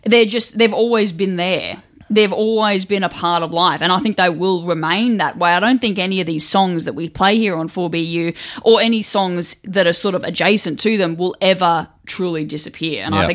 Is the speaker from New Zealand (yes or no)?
no; Brisbane, Queensland, Australia; because I grew up in Brisbane